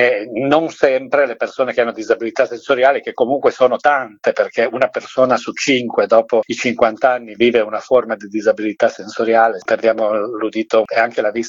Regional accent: Udine, Friuli-Venezia Giulia, Italy; Udine è la mia città d'origine

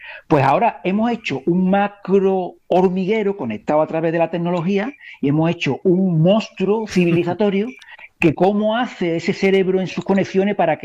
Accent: Gerena, Andalusia, Spain; mi pueblo está más limpio que el pueblo de al lado. O sea, Gerena tiene un pueblo a 12 kilómetros y mi pueblo está más limpio

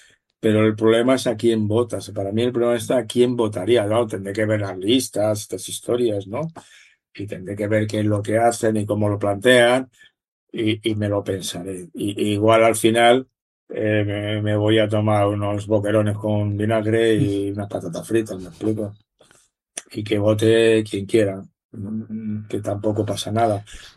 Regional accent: Madrid, Community of Madrid, Spain; yo soy de Madrid

